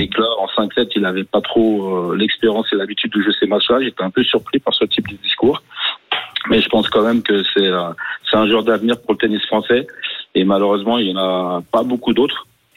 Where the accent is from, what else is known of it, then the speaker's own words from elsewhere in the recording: Spain; Ah, je suis espagnol.